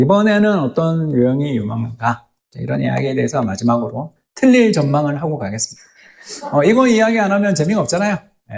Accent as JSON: {"language": "Korean", "region": "Daegu", "country": "South Korea", "said": "제가 대구 사람입니다. 대구하고도 대구 남구 대명동에 사는데요."}